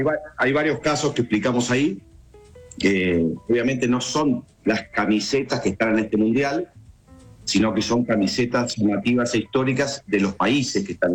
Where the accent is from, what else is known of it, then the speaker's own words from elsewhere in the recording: Argentina; Soy argentino